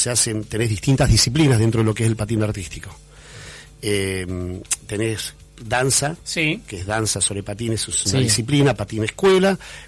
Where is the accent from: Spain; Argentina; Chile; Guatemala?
Argentina; Bariloche, Río Negro; tengo mi escuela de patín en Bariloche, yo soy de Bariloche, nacido y criado